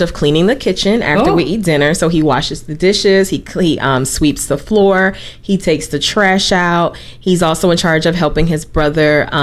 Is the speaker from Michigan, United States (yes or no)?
no; Brunswick, Georgia, United States; born there; also born or lived in New Jersey / Florida; I was born in Brunswick, Georgia. I'm a military child, so I have lived a little bit of everywhere. I finished high school in New Jersey.